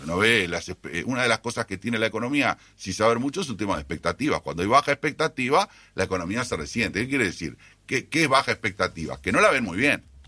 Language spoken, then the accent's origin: Spanish; Uruguay; hay cosas que nosotros debemos discutir como uruguayos de derogaciones que tiene el BPS.